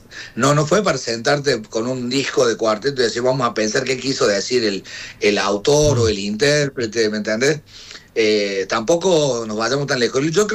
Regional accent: Córdoba, Argentina; Soy cordobés.

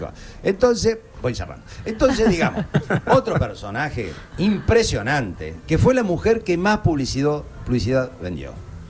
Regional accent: Córdoba, Argentina; porque soy cordobés

